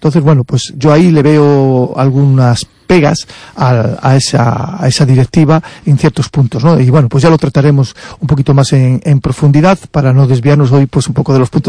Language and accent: Spanish; Spain; ya sabemos cómo somos los españoles, la picaresca.